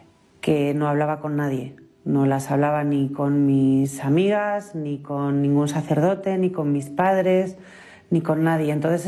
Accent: Salamanca, Castile and León, Spain; Nací en Salamanca, en una familia normal. Me eduqué en un colegio católico de monjas

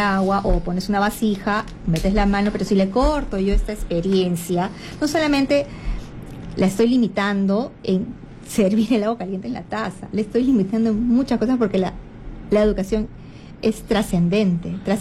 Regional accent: Lima, Peru; Recuerdo cuando era niña, yo vivía en Breña

